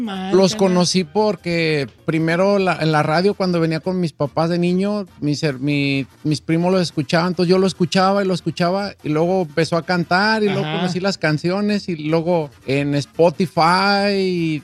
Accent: Guadalajara, Jalisco, Mexico; Venimos de Guadalajara, Jalisco.

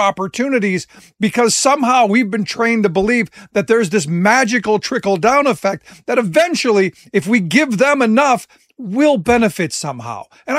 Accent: Cleveland, Ohio, United States; No, look, I grew up in Cleveland, and this, I hate to cut you off, but I grew up in Cleveland

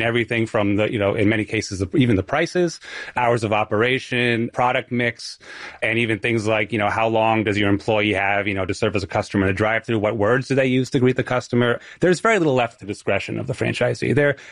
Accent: New England, United States; I'm from New England, so Dunkin' Donuts is our big chain.

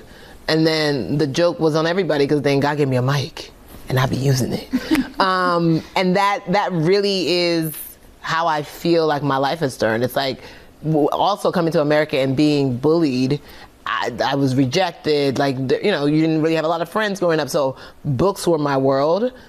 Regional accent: Nigeria; And I was like, how do I do that? I'm Nigerian.

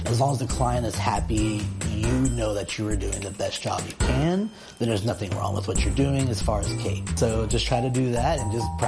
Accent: Beaumont, Texas, United States; Originally, I am from Beaumont, Texas.

